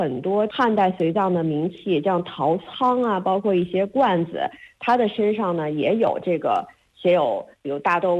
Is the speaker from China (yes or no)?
yes; China; 咱们中国